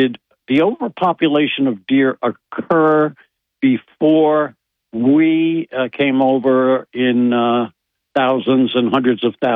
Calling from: Binghamton, New York, United States; I'm calling from Binghamton for Robert Joseph.

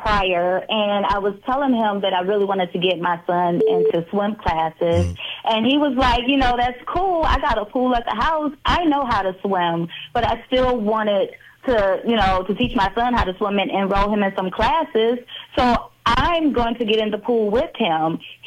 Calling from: Detroit, Michigan, United States; I'm from Detroit.

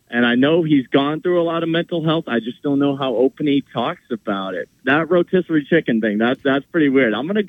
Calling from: Auburn, New Hampshire, United States; I am calling from Auburn, New Hampshire.

